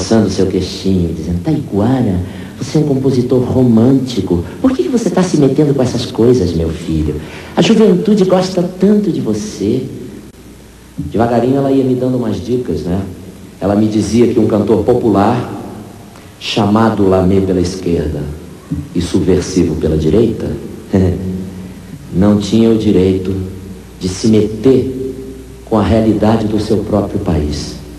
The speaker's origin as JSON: {"language": "Portuguese", "country": "Brazil", "said": "Não somos platinos, somos brasileiros"}